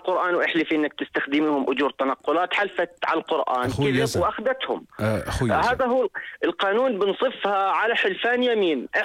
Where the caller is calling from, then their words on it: Jordan; احنا شعب اردني